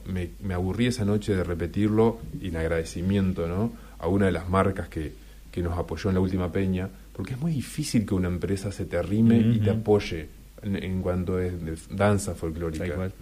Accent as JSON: {"language": "Spanish", "town": "Ansina", "region": "Tacuarembó", "country": "Uruguay", "tie": "born or raised there", "moved": "yes", "said": "Yo vengo de Ancina, vengo de un pueblo que éramos 3.000 habitantes."}